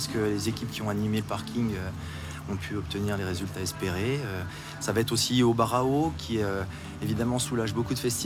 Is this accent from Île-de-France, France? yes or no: no; Charleville-Mézières, Grand Est, France; je suis né à Charleville, originaire de la vallée de la Meuse.